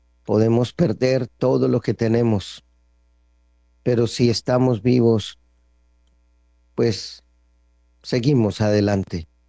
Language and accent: Spanish; Colombia